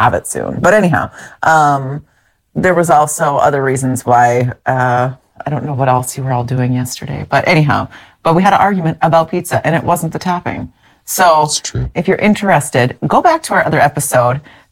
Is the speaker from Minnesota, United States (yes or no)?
yes; Saint Paul, Minnesota, United States; I was born in St. Paul.